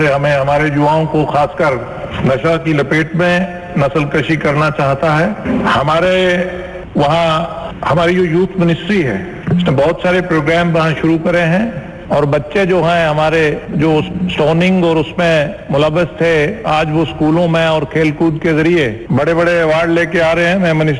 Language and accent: Hindi; Jammu and Kashmir, India; शुक्रिया chairman sir, मैं जम्मू कश्मीर से आता हूँ